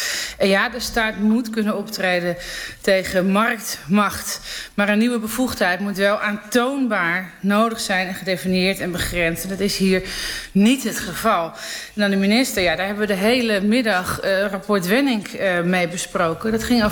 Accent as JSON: {"language": "Dutch", "town": "Amsterdam", "region": "North Holland", "country": "Netherlands", "tie": "born or raised there", "said": "Ja, als geboren en getogen Amsterdammer. En mijn vader is in dezelfde wijk en in dezelfde generatie als Cruijff opgegroeid in de Meer. En ik 1 buurt verder."}